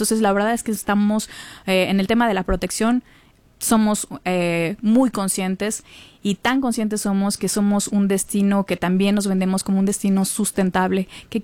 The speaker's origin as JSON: {"language": "Spanish", "town": "Huatulco", "region": "Oaxaca", "country": "Mexico", "tie": "born or raised there", "said": "soy habitante y porque a pesar de que no nací en Huatulco, yo me considero huatulqueña porque llegué desde los 5 años."}